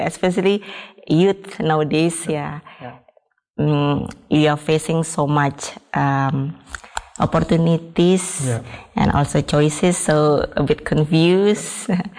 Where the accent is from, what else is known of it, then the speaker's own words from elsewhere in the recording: Bali, Indonesia; Yes, I am from Bali, so majority people there is Hindu. So I also came from Hindu background.